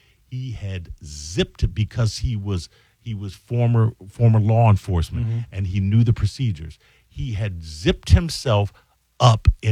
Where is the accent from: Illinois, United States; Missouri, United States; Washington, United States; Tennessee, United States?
Illinois, United States; Chicago; He was a former Chicago police officer, retired as a Chicago police officer because we're all from Chicago, and then ended up moving down here.